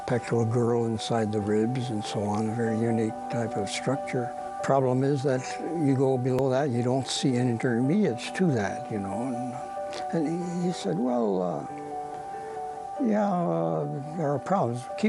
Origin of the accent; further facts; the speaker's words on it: Haiti; moved away; also born or lived in Switzerland / France; I was born in Switzerland, grew up there for a few years, went to France for 1 year, and then went to Haiti, where I spent most of my young childhood and mid-years of youth there.